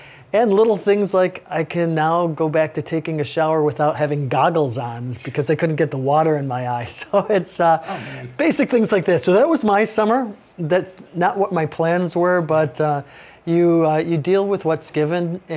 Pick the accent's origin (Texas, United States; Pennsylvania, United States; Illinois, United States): Illinois, United States; Chicago; you know, I'm from Chicago, so I had family and friends who attended that particular baseball game